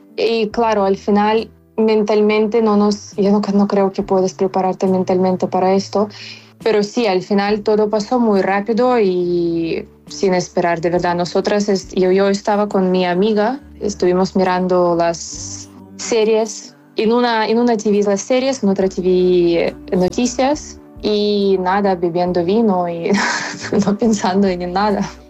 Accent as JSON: {"language": "Spanish", "country": "Ukraine", "second_language": "Spanish", "moved": "as an adult", "lives_now": "Barcelona, Spain", "said": "yo escribí a todos los clubes de gimnasia rítmica en Barcelona y alrededor de Barcelona, que soy entrenadora de Ucrania. Y llegué a Barcelona en día 1 de marzo"}